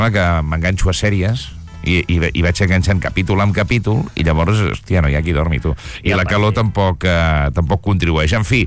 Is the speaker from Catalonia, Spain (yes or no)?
yes; Sant Miquel de Balenyà, Catalonia, Spain; I és la festa major del meu poble, Sant Miquel de Balanyà